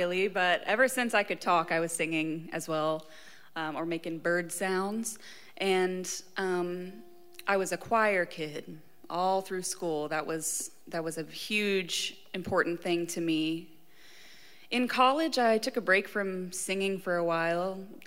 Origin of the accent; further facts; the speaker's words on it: Knoxville, Tennessee, United States; Yeah, right here in Knoxville, Tennessee. I went to West High School and UT.